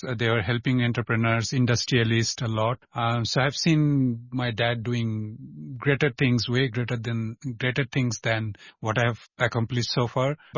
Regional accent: Bangladesh; as you all know that I am from Bangladesh. My parents were bankers as well, and we used to move around in the country a lot

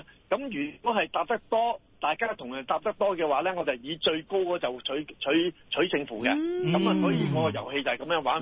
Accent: Chaozhou, Guangdong, China; 其實我哋潮州人，我哋去拜神，我哋求神咧。

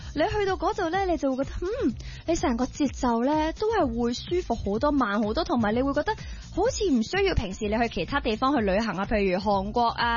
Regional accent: Hong Kong; 我哋香港人當然就唔會咁做啦

